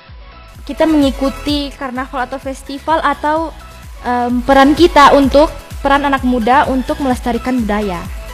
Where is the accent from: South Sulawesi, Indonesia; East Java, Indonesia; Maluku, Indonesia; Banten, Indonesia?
Maluku, Indonesia; Ambon; Kalau saya Ambon.